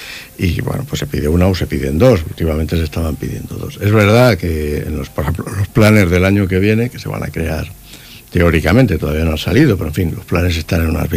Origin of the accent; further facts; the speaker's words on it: Tomelloso, Castilla-La Mancha, Spain; Tomelloso, en mi pueblo